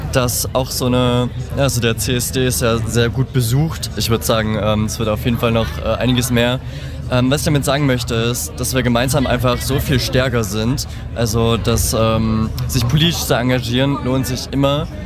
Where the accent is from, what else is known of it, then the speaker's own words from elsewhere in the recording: Riesa, Saxony, Germany; now in Dresden, Germany; genau aus Dresden, komme ursprünglich aus Riesa